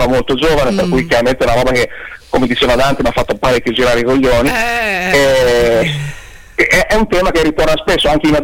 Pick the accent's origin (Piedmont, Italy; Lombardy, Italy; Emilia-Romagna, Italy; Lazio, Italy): Emilia-Romagna, Italy; Bologna; accent: Bologna; non siete neanche inglesi, io sono di Bologna.